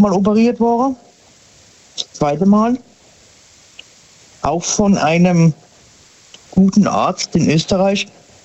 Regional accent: Sinsheim, Baden-Württemberg, Germany; aus der Ecke Sinsheim.

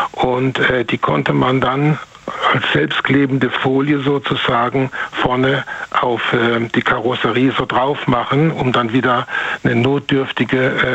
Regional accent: Baden-Württemberg, Germany; mit meinem Auto Richtung Heidelberg gefahren. in meinen Heimatort, wo ich ursprünglich herkomme, und wollte da meinen Sohn taufen lassen

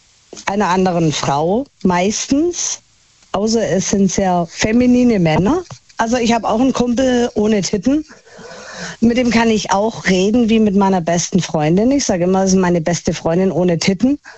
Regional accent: Baden-Württemberg, Germany; Genau, ich komme aus dem Schwabenland und mein Herz ist Schwabe.

